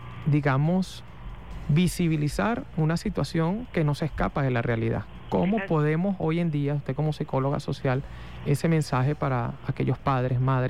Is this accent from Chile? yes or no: no; Venezuela